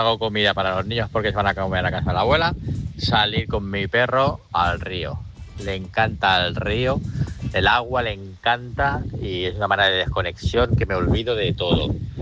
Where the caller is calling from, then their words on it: Terrassa, Catalonia, Spain; de Tarrasa.